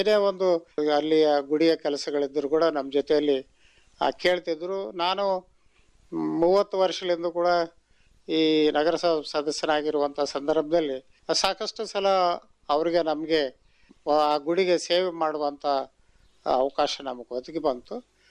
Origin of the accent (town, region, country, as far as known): Raichur, Karnataka, India; born or raised there